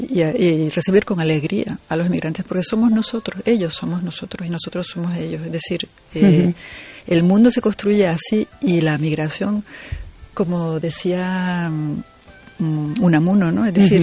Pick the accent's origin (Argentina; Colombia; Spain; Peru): Spain; Canary Islands; Canarias, que es mi tierra